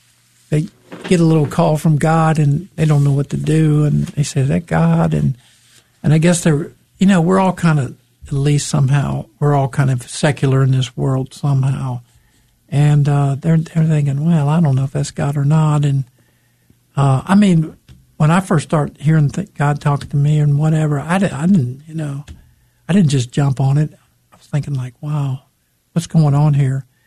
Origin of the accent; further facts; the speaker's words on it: Cincinnati, Ohio, United States; now in Birmingham, United States; I'm from Cincinnati, Ohio, and I moved to Birmingham in 1982, so 44 years ago.